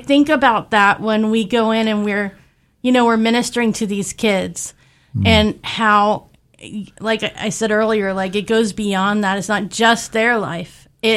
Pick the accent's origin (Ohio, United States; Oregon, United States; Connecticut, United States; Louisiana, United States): Louisiana, United States; New Orleans; Yeah, so I come from New Orleans, Louisiana.